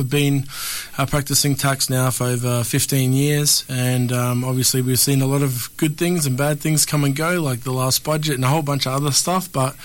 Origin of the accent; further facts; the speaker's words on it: Queensland, Australia; moved away as an adult; now in George Town, Australia; I'm originally from Queensland. Came down a couple of years ago, about 5 years ago, down here to Tasmania